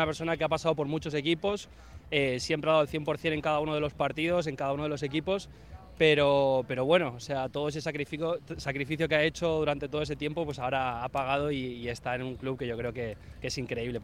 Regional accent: Madrid, Community of Madrid, Spain

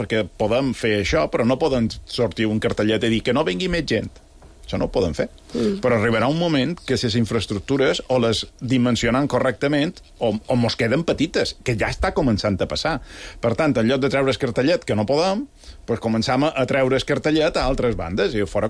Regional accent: Balearic Islands, Spain; nosaltres, com a mallorquins, és que som un poc bosses, perquè sempre hem anat en cotxe per tot.

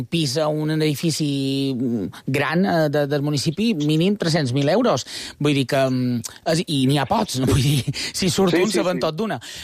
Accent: Consell, Balearic Islands, Spain; Jo, per exemple, som de Consell

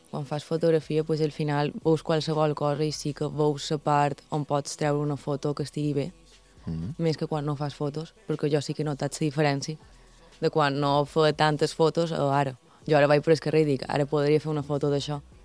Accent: Palma, Balearic Islands, Spain; now in New York, United States; jo soc de Palma.

